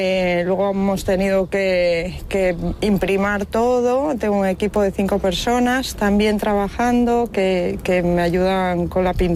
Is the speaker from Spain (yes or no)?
yes; Baiona, Galicia, Spain; Yo soy de Bayona, entonces hay aquí como muchos condicionantes que confluyen en el mural.